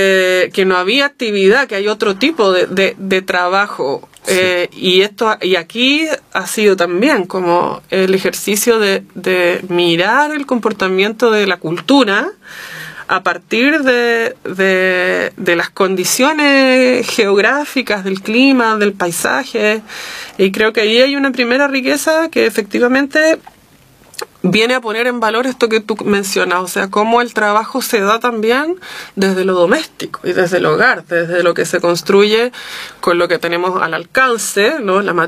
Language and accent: Spanish; Magallanes and Chilean Antarctica, Chile; moved away; also born or lived in Catamarca, Argentina / Valparaíso Region, Chile; me crié en un territorio polar, donde toda la vida sucede con nieve, con viento, con agua